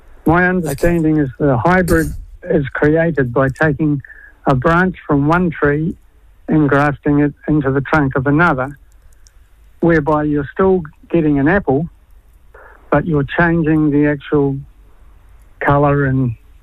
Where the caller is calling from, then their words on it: Hawke's Bay, New Zealand; I'm from Hawke's Bay.